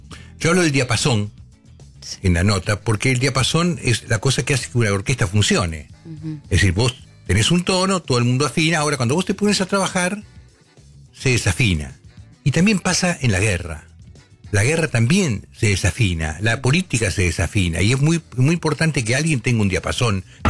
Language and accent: Spanish; Argentina; Yo soy un tipo argentino, hijo de madre y padre judía, que no practico la religión, pero la estudié de chiquito y en hebreo